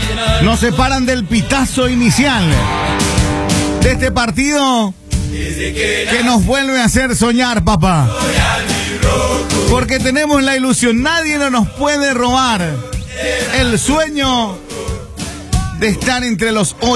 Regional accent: Paraguay; Somos paraguayos. Mi Paraguay querido, confío en vos.

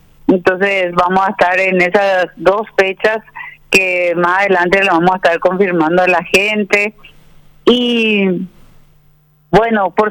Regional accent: Paraguay

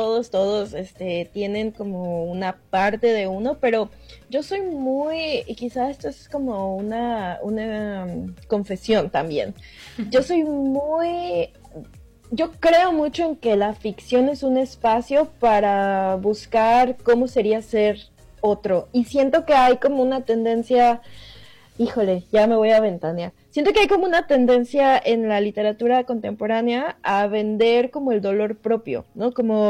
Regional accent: Mexico; yo creo que siendo mexicanos y viviendo en México

